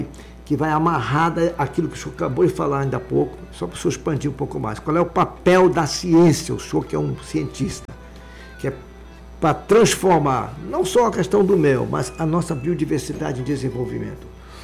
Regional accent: Porto Grande, Amapá, Brazil; Olha, eu sou aqui do Porto Grande, tá, que agora dá para ler melhor.

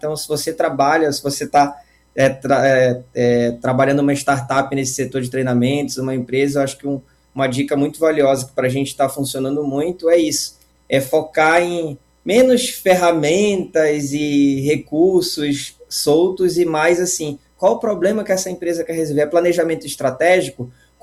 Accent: Belém, Pará, Brazil; accent: paraense; now in Florianópolis, Brazil; aqui meu sotaque totalmente paraense, todo mundo reconhece.

